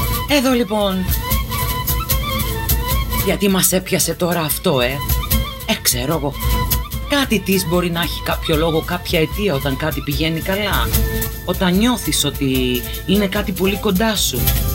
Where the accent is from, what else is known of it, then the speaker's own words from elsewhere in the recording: Crete, Greece; Μα και στην Κρήτη μας.